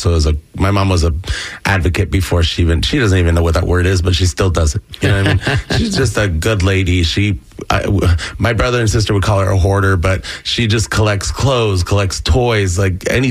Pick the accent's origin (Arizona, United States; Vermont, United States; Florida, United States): Arizona, United States; Sahuarita; also born or lived in Pomona, California; And I grew up in Arizona, a little small town called Sahuarita, little desert town. When I lived there, it was a town of about maybe a little over 1,000 people. Very, very small, little rural town.